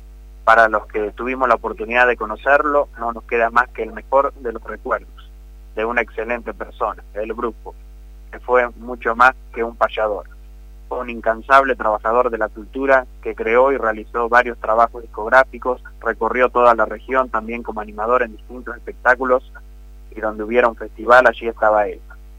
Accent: Argentina

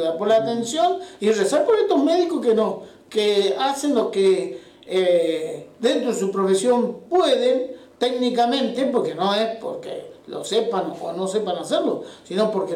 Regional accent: San Justo, Argentina; born there

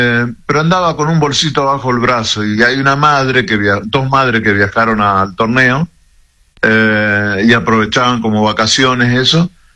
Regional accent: Rosario, Santa Fe, Argentina; yo soy de Rosario, pero de la contra.

